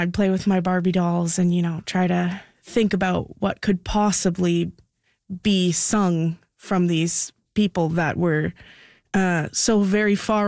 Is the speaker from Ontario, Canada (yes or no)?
yes; South River, Ontario, Canada; we are from South River, but we're about 45 minutes outside of the town in a unorganized township called Lount.